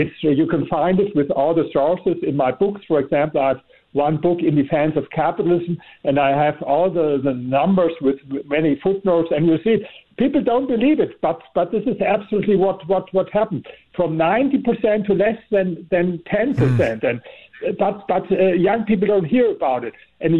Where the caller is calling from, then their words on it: Berlin, Germany; I'm calling here from Berlin, and we have more than 105 Fahrenheit here.